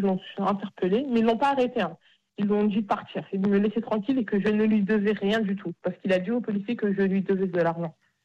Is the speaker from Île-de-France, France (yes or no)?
yes; Bagneux, Île-de-France, France; Parce que moi, je viens de Bagneux.